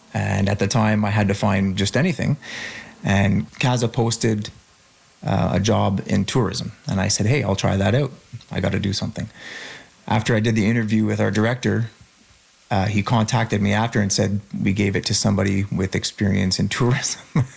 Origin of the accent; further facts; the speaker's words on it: Huntingdon, Quebec, Canada; moved away as an adult; now in Gaspésie, Canada; I'm a former paramedic and I'm originally from Huntingdon, which is about an hour south of Montreal. And I moved to the Gaspésie because I received a promotion as a supervisor for the ambulance services in Pointe-à-Naquois and Saint-Alexis.